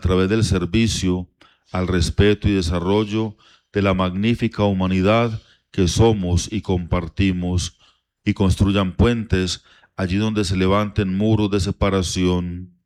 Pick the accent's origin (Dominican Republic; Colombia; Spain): Colombia; muy importante para todos y cada uno de nosotros como pueblo colombiano y también como Iglesia Católica